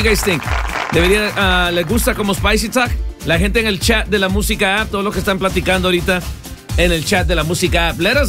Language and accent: Spanish; El Salvador